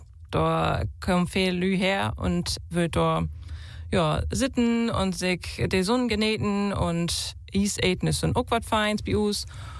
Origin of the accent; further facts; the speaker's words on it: Lower Saxony, Germany; Ich komme aus der Wesermarsch, genauer gesagt in Obergun bin ich aufgewachsen und da ha ich all früh dat platt und beten lehrt von meinen Großeltern.